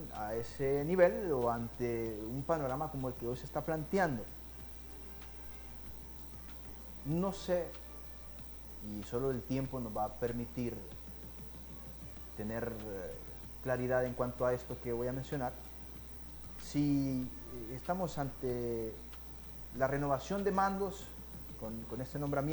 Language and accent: Spanish; Honduras